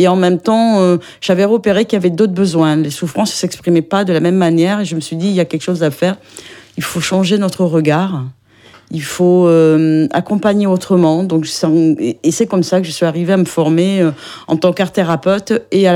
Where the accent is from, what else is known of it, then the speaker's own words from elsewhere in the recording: Langon, Nouvelle-Aquitaine, France; born there; moved away as an adult; also born or lived in Réunion; now in Finistère, France; Je suis du Sud-Ouest, je suis née à Langon. Et je suis partie à 22 ans, travailler 11 ans et vivre 11 années de ma vie à l'île de la Réunion.